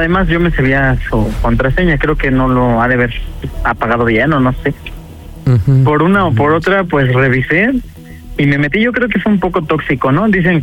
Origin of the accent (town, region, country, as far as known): Cuautitlán Izcalli, State of Mexico, Mexico